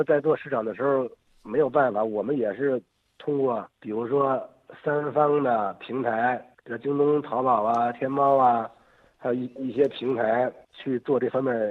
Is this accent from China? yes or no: yes; Beijing, China; 咱们北京人可能听的比较少